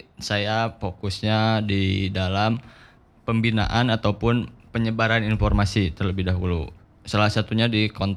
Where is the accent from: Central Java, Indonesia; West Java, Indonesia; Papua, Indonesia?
West Java, Indonesia; salah satunya itulah hal kecil terhadap kita apa orang sebagai orang Sunda bisa mengajarkan ke lingkungan kecil kita seperti itu sih.